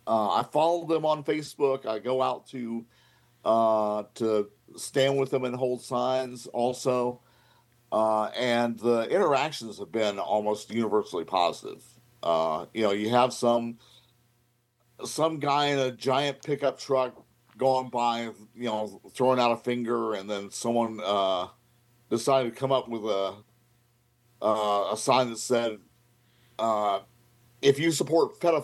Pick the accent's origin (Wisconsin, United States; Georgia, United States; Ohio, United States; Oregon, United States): Georgia, United States; here in my hometown.